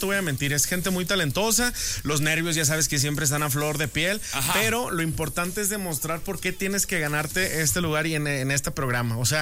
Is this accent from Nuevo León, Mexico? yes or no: yes; Monterrey, Nuevo León, Mexico; Soy de Monterrey